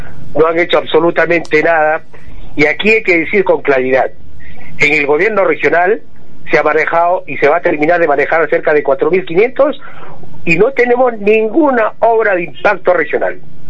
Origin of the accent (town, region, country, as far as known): Tacna, Peru